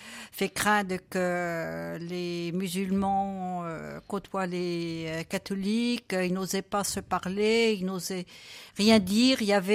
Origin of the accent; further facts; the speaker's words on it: Le Poiré-sur-Vie, Pays de la Loire, France; born there; Moi, je suis née au Poiré-sur-Vie, en Vendée, où ma famille vit depuis des générations. Et je suis catholique pratiquante, suivant la tradition donc familiale.